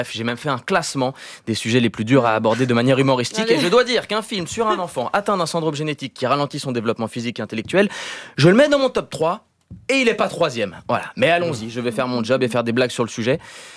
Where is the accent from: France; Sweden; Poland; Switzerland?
Switzerland; Je suis suisse.